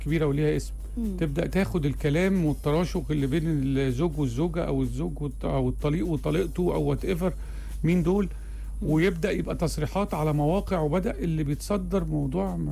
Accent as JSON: {"language": "Arabic", "region": "Upper Egypt", "country": "Egypt", "tie": "born there", "said": "أنا متربي صعيدي شوية"}